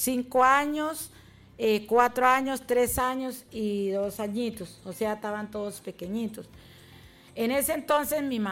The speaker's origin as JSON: {"language": "Spanish", "region": "Arauca", "country": "Colombia", "tie": "born there", "also_born_or_lived": "La Vega, Norte de Santander", "said": "La Vega, norte de Santander. Allá nací yo. Después mis padres, cuando tenía 7 años, se trasladaron acá al departamento de Arauca y llegamos primeramente, fue a Puerto Nariño. De ahí tenía yo los 7 añitos, de ahí nos trasladamos para otro punto que se llama Caño Hormiga"}